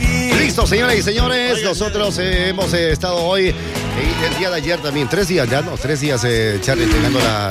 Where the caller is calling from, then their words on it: Plasencia, Extremadura, Spain; yo vivo en Plasencia